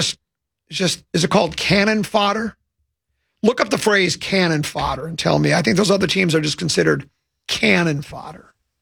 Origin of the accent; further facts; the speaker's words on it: Detroit, Michigan, United States; You know, I was born in Detroit. You know, we learned to count Detroit.